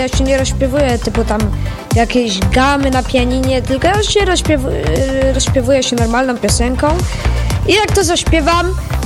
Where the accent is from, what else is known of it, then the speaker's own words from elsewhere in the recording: Leszno, Greater Poland Voivodeship, Poland; mam 11 lat i pochodzę z Leszna.